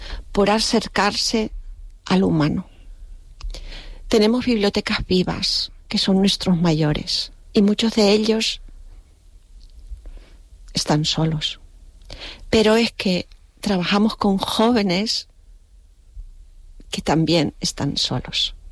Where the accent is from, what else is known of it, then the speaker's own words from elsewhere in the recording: El Hierro, Canary Islands, Spain; yo soy del Hierro